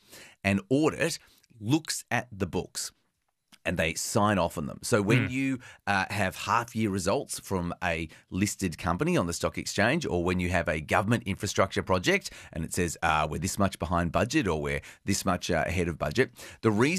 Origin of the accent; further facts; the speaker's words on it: Sale, Victoria, Australia; I grew up in Sale in beautiful Gippsland in the pointy part of Victoria, but I've been living in big cities for the past 3 decades.